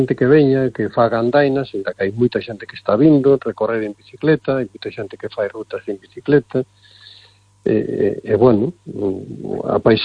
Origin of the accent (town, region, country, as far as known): Galicia, Spain